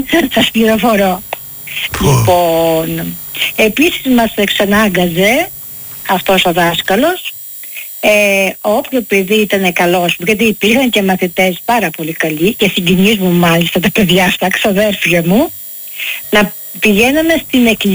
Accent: Western Greece, Greece; born or raised there

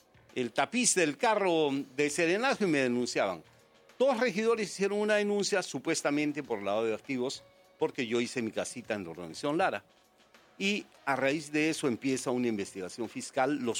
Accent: Sihuas, Arequipa, Peru; En Arequipa, en mi pueblo, que es el Valle de Sihuas.

